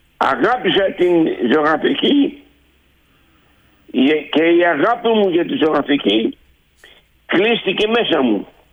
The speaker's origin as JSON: {"language": "Greek", "area": "Andros", "region": "South Aegean", "country": "Greece", "tie": "born or raised there", "said": "την ιδιαίτερη πατρίδα μου, την Άνδρο"}